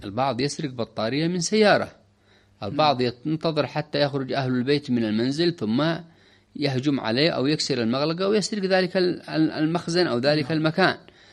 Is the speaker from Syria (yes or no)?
no; Yemen; عندنا في اليمن